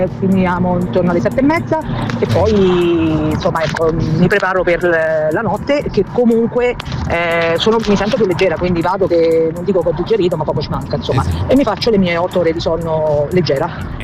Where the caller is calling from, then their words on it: Vetralla, Lazio, Italy; da Vetralla.